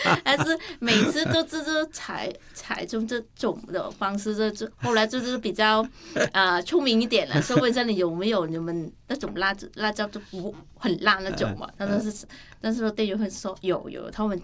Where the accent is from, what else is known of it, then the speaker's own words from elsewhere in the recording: Vietnam; moved away as an adult; now in Taiwan; 我们越南人是比较喜欢吃辣和酸的食物